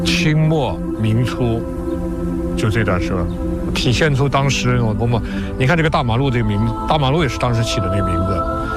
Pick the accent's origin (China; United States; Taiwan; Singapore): China; 包括后来我们中国人也好